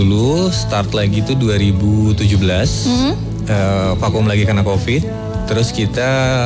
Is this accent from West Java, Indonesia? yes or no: yes; Cimahi, West Java, Indonesia; Abdi di Cimahi tadi.